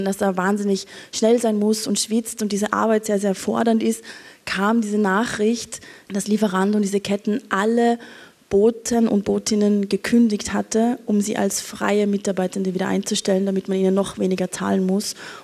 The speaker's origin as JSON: {"language": "German", "country": "Austria", "said": "sie ist norddeutsch, ich bin aus Österreich."}